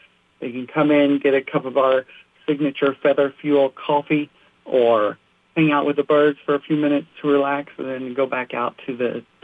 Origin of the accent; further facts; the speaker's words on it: Fern Creek, Kentucky, United States; now in Virginia, United States; I'm from Fern Creek, Kentucky, but I live right now in Virginia.